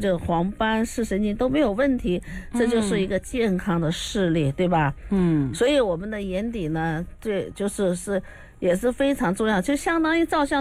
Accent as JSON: {"language": "Chinese", "country": "China", "said": "我们中国人"}